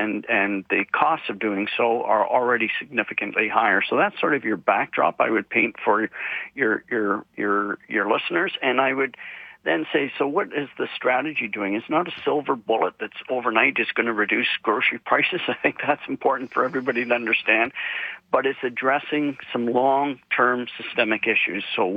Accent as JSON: {"language": "English", "country": "Canada", "said": "I think is most important as a Canadian, is that in many areas of this country, we only have one."}